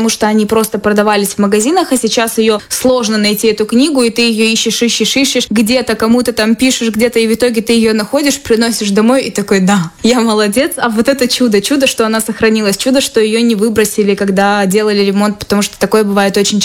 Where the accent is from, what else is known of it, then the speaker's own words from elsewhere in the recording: Chisinau, Moldova; у нас в Кишиневе